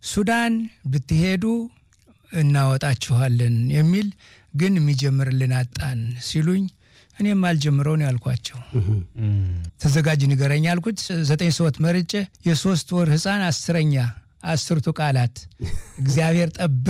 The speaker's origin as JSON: {"language": "Amharic", "region": "Amhara", "country": "Ethiopia", "tie": "born or raised there", "also_born_or_lived": "Gondar", "said": "ከዚያ ተወልጄ ወደ ብርዋክስ ወደሚባል ቦታ ልጅነታችን አባታችንና እናታችን ለቀው አዲስ ቦታ ሲቆረቁሩ ከዚያ ቆርቁረን አምቦቨር ትምህርት ቤት እስከ ስድስተኛ ክፍል ድረስ"}